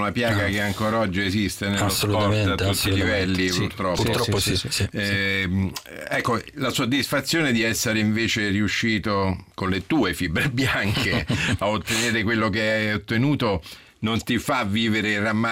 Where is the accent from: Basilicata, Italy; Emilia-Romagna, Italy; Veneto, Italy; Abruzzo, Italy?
Abruzzo, Italy; Sulmona; sono di Sulmona.